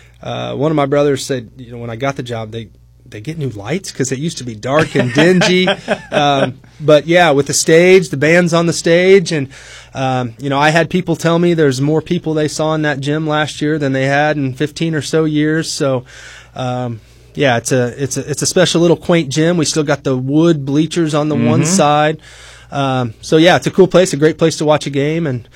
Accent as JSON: {"language": "English", "town": "Farmersville", "region": "Illinois", "country": "United States", "tie": "born or raised there", "said": "growing up in Farmersville, Gerard and Verdon were right down the road, and right down the road from Pawnee, too."}